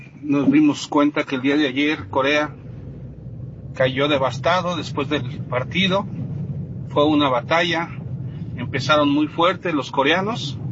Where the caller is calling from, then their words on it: Cuautitlán Izcalli, State of Mexico, Mexico; Hablo de aquí de Cuautitlán Izcalli, Estado de México.